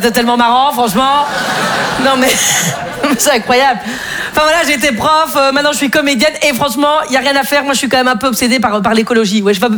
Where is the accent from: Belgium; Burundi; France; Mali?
Belgium; je suis belge